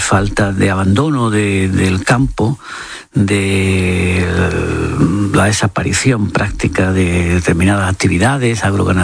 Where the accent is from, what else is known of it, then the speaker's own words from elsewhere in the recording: Andalusia, Spain; Yo he crecido en la Vega de Carmona, un territorio donde hay mucho cereal y trigo y tal.